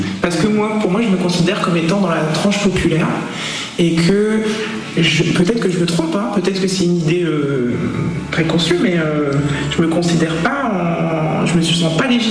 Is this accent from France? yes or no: yes; Amiens, Hauts-de-France, France; born there; moi je suis née à Amiens